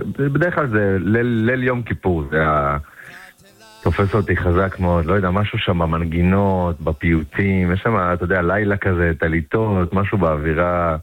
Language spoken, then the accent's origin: Hebrew; Tifrach, Southern District, Israel; אני גם גדלתי בבית, אבא שלי חזן כבר, לא יודע כמה שנים, בבית כנסת בתפרח.